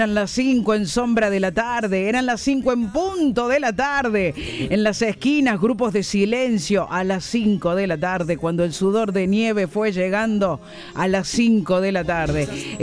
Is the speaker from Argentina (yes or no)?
yes; Córdoba, Argentina; Nos hizo, los hizo, pues nosotros ya somos cordobeses, pero desde La Quiaca a Ushuaia los hizo sentir como cordobeses.